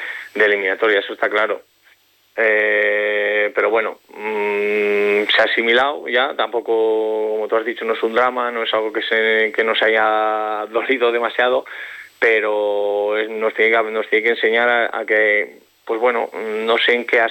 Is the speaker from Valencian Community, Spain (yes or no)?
no; Logroño, La Rioja, Spain; moved away as an adult; y llegaba de nuevo también, porque yo salí de Logroño a los 18.